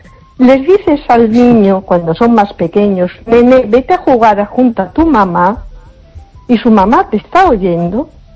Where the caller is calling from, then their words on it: A Coruña, Galicia, Spain; de Coruña.